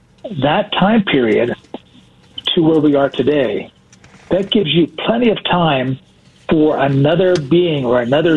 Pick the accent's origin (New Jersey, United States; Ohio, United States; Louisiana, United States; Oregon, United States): Ohio, United States; moved away as an adult; now in Philippines; I grew up in Ohio. I was a Buckeye.